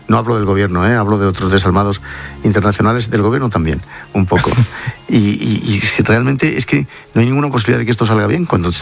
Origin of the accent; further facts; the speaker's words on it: Spain; Bastante abrumado como español, es como ciudadano y como periodista.